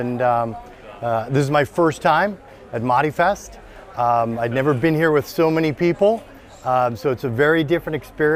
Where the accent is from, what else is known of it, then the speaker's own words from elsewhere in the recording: Chicago, Illinois, United States; I'm from Chicago, Illinois.